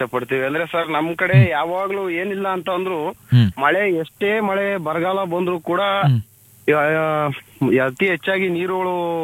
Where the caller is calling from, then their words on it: Arasanaghatta, Karnataka, India; ಅಂತ ವಿಶೇಷತೆ ಇದ್ದ ನಮ್ಮ ಊರು ಅರಸನಘಟ್ಟ.